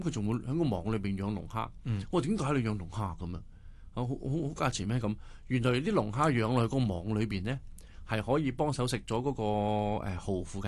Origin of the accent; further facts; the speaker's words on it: Hong Kong; born there; 即係譬如我哋喺呢度出世嘅，生於斯長於斯